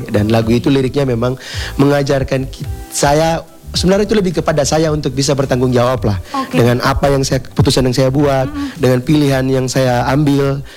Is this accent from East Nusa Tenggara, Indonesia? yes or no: yes; Larantuka, East Nusa Tenggara, Indonesia; born there; kita lahir di Larantuka